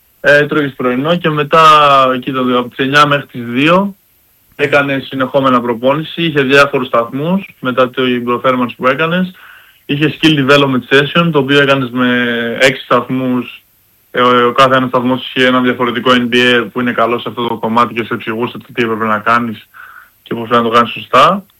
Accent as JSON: {"language": "Greek", "country": "Greece", "said": "Όταν τους είπα ότι είμαι από την Ελλάδα"}